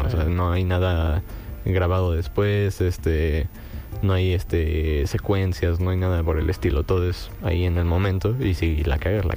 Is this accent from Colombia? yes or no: no; Mexico City, Mexico; Yo soy de Xochimilco.